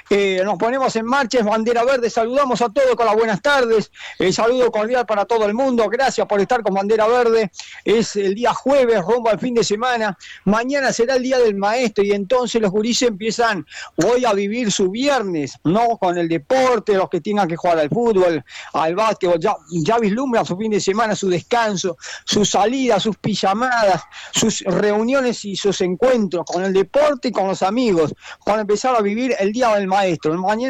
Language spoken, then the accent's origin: Spanish; Argentina; nuestra identidad como argentinos